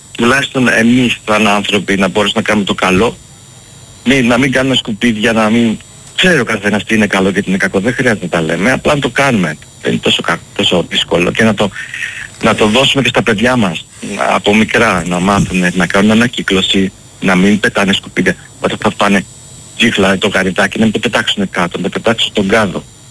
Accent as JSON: {"language": "Greek", "country": "Greece", "moved": "as an adult", "said": "Γι' αυτό και εγώ ήθελα να φύγω όπως αν μπορούσα από την Ελλάδα. Δυστυχώς το λέω, αφήνω τον τόπο μου, αλλά αφού δεν με σέβεται ο τόπος μου, γιατί να κάτσω."}